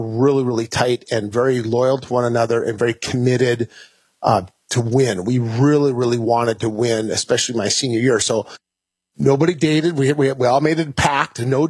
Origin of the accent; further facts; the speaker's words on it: Crookston, Minnesota, United States; moved away; I was born in Crookston, Minnesota, so about 20 minutes to the east of Grand Forks.